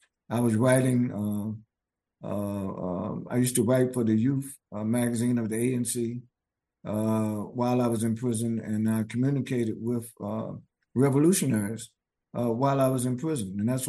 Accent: North Carolina, United States; I spent most of the 1970s unjustly imprisoned in my home state of North Carolina

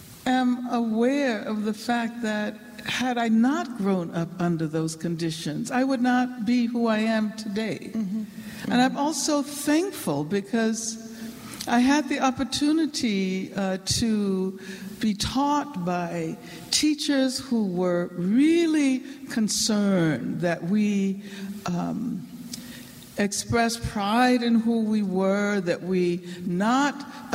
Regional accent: Birmingham, Alabama, United States; born there; moved away; Yeah, I was born in Birmingham, Alabama.

